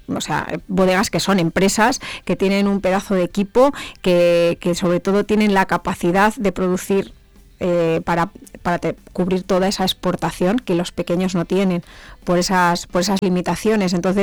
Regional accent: Toro, Castile and León, Spain; Yo soy de Toro, me encanta el vino de Toro.

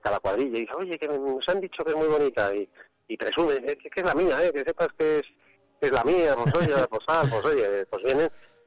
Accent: Tardelcuende, Castile and León, Spain; Pero yo que soy de mujer, todos somos de Tardelcuende

